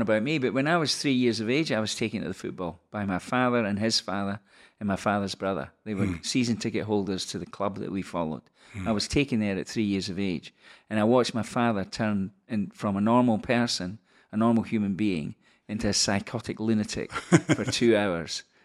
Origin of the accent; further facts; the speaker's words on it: Scotland, United Kingdom; I worry as a Scottish guy that England do read good, do look good, could win the tournament, which would be a tragedy for me.